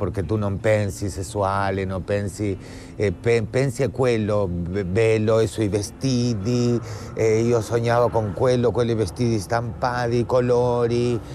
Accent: Uruguay; Italian is a second language; moved away; Io, bueno, vengo dell'Uruguay

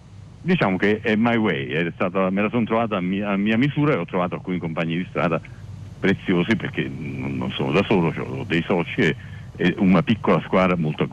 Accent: Naples, Campania, Italy; io sono napoletano di origine, c'è un bellissimo proverbio che afferma

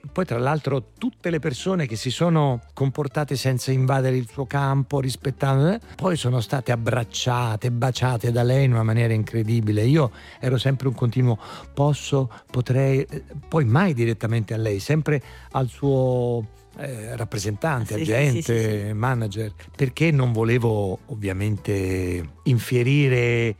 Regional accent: Rome, Lazio, Italy; perché io vengo da Roma e, diciamo, l'organizzazione

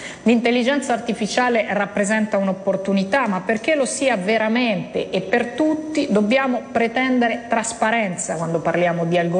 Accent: Umbria, Italy; Da Umbra considero particolarmente significativo che proprio il nostro territorio stia provando a costruire un modello di innovazione

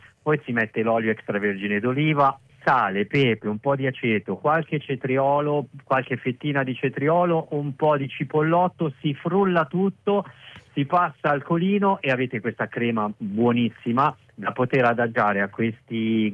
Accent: Milan, Lombardy, Italy; born there; Io sono nato a Milano

